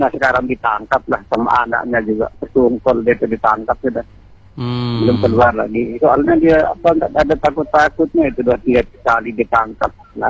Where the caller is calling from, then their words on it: East Lombok, West Nusa Tenggara, Indonesia; ini di Lengas Baru, Lombok Timur.